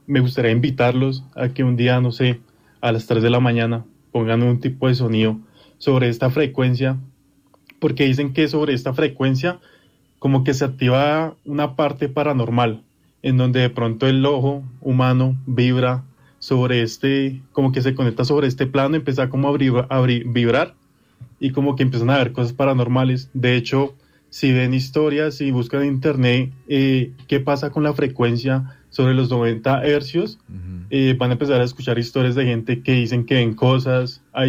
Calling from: Bogotá, Colombia; Desde Bogotá, Colombia.

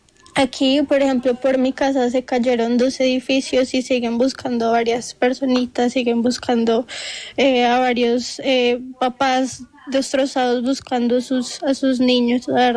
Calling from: Pereira, Risaralda, Colombia; A mí me duele mucho mi ciudad

